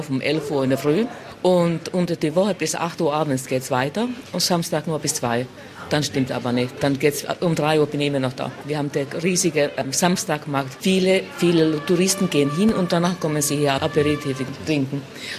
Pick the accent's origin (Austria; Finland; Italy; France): Finland; German is a second language; now in Germany; Ich komme aus Finnland, ja. Ich bin mit den drei Weihnachtsmann hier gelandet und bin geblieben einfach.